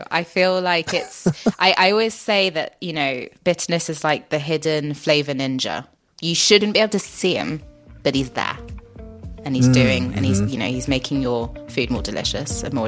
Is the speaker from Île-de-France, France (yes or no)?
yes; Paris, Île-de-France, France; which is also in the book because I grew up in Paris, is a French chicory and walnut and blue cheese salad.